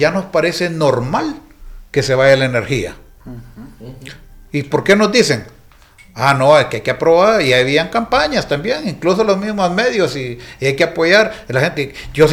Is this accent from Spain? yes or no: no; Honduras; nosotros como hondureños